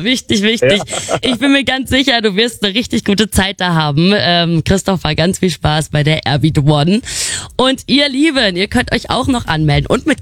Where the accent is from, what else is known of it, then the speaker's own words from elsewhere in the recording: North Rhine-Westphalia, Germany; wie man in meiner Heimat dem Ruhrpott so schön sagt.